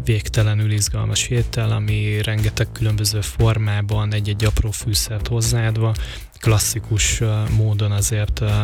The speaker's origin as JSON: {"language": "Hungarian", "town": "Pápa", "region": "Veszprém County", "country": "Hungary", "said": "Hát a cicege, ami veszprémiként, ugye mi Pápán cicegének hívjuk, és külön fesztivált is datálnak ezzel, ennek az ételnek."}